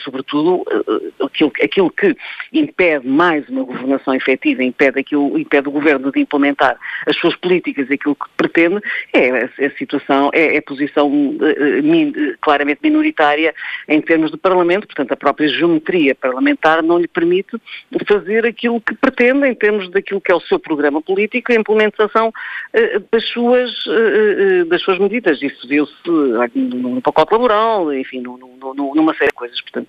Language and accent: Portuguese; Portugal; somos nós, portugueses, contribuintes